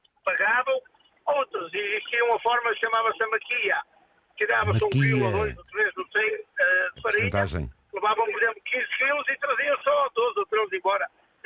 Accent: Lousada, Porto, Portugal; eu na minha zona, onde eu sou natural do Conselho de Lousada, ali de uma freguesia do Lussol de Santo Lara de Bagodas

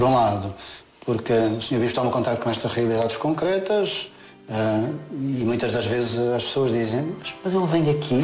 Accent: Madeira, Portugal; Sim, eu sou madeirense, portanto a ligação dos ilhéus com o mar é assim muito profunda.

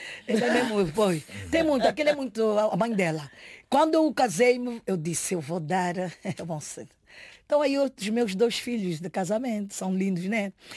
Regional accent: Angola; now in Portugal; Eu quando viesse aqui para Portugal, me diziam, você é de Guiné? Eu dizia, não, eu não sou de Guiné, eu sou de Angola.

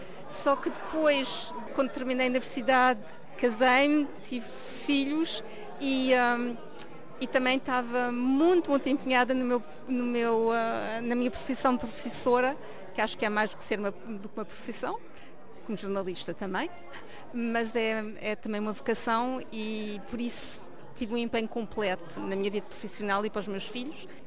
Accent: Luxembourg; also born or lived in Portugal; É um orgulho enquanto migrante portuguesa, mas também como portuguesa simplesmente.

